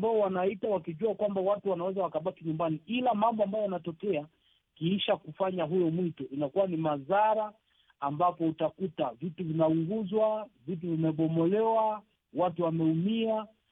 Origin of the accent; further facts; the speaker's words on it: DR Congo; Kwangu mimi kama mkongomani